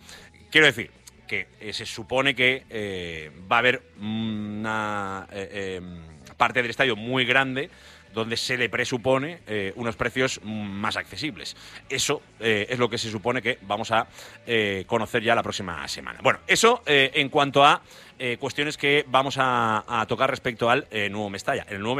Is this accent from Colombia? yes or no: no; Valencia, Valencian Community, Spain